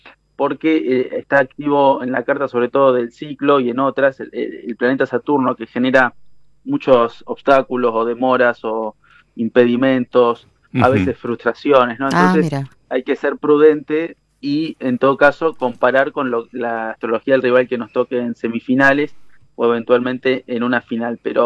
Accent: Argentina; para nosotros como argentinos

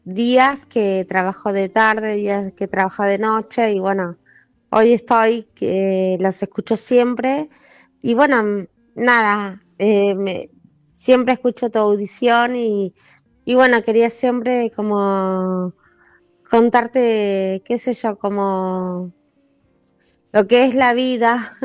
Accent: Recoleta, Buenos Aires, Argentina

